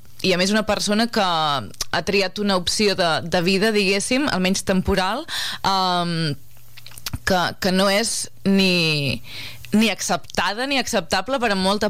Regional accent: Cantallops, Catalonia, Spain; jo que soc de Cantallops

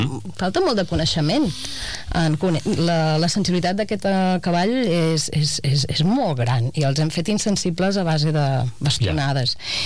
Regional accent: Catalonia, Spain; Jo he crescut a Bosch, a la Fageda d'en Jordà

